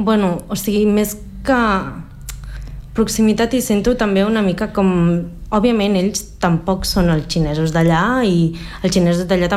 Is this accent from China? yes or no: yes; Changsha, Hunan, China; Catalan is a second language; La diferència, sobretot, entre la, o sigui, el meu poble d'origen, que és Changsha, i la capital de Beijing.